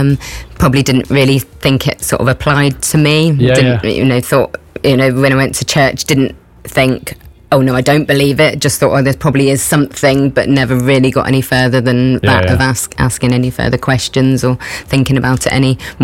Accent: Totnes, South West England, United Kingdom; Yeah, so I grew up in Totnes, which is about half an hour away. Grew up there, always lived there. My family have always been from there.

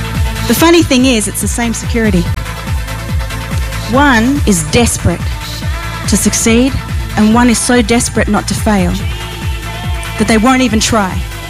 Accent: Australia; I'm Australian.

